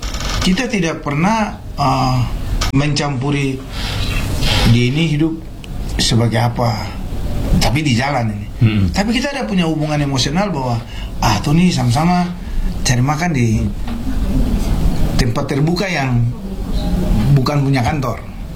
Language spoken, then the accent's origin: Indonesian; Sorong, Southwest Papua, Indonesia; kita ini anak-anak yang lahir besar di Sorong